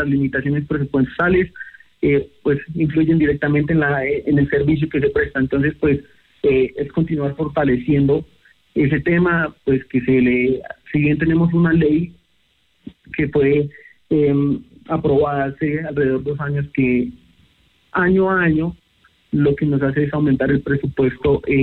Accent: Ramiriquí, Boyacá, Colombia; luego estuve en mi tierra, en Ramiriquí, donde soy oriundo

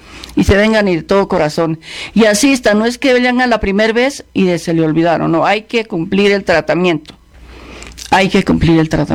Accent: Ubaté, Cundinamarca, Colombia; Yo vengo de Ubaté.

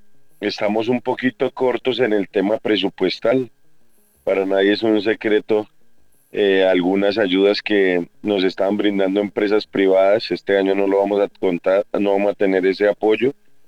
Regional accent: Colombia

